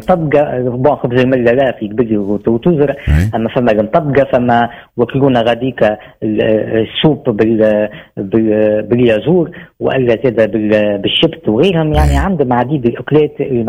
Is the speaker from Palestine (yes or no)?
no; Tunisia